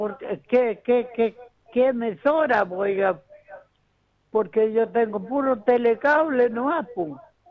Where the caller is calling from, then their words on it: Puente Negro, O'Higgins, Chile; En Puente Negro, aquí, pasaje La Tórtora, número 31.